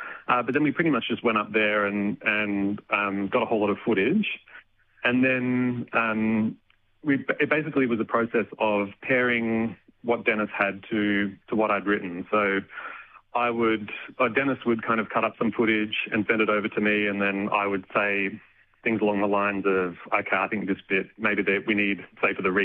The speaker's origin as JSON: {"language": "English", "town": "Aberfoyle Park", "region": "South Australia", "country": "Australia", "tie": "born or raised there", "also_born_or_lived": "Flagstaff Hill"}